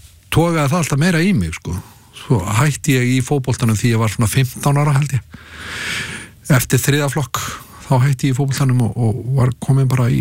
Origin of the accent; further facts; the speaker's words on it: Kópavogur, Capital Region, Iceland; also born or lived in Long Island, New York; Já, já, ég elst upp í Kópavogur.